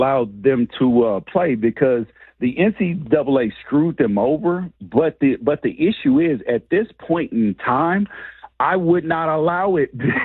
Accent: the South, United States; born there; I was born in the South, and I know how Southern people are

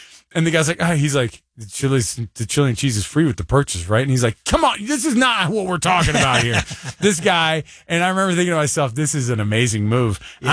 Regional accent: Texas, United States; born there; Now, I was born in Texas, but we didn't have Bucky's growing up.

